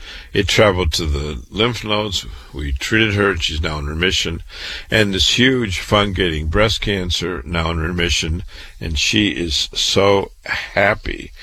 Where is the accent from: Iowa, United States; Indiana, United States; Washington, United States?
Iowa, United States; Waterloo; I was born and raised in Waterloo, Iowa.